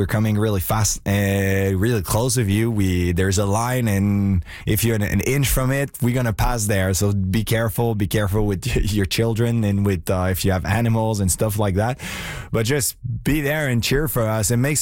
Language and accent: English; Quebec, Canada; also born or lived in Montreal; I lived a bit in Quebec. I lived a bit in Montreal. I know those places. It was my hometown for some time.